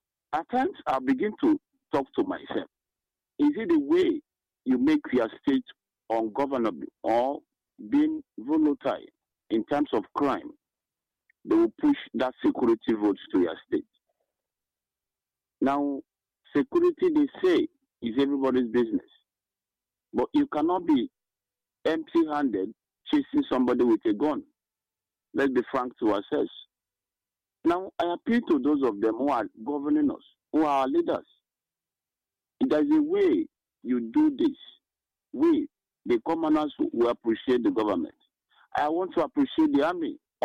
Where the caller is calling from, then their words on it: Enugu State, Nigeria; I'm calling from Okpabe Nimbo, the Nozowani local government.